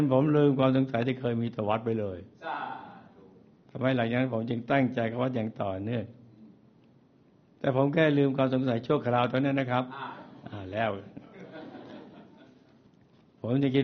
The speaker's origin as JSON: {"language": "Thai", "region": "Yala", "country": "Thailand", "tie": "born there", "said": "หลวงพ่อครับผมเกิดที่จังหวัดยะลา"}